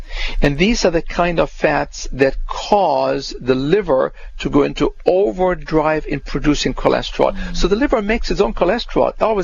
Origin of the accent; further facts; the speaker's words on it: Germany; You know, we had nothing when I grew up in Germany after the war. We had nothing.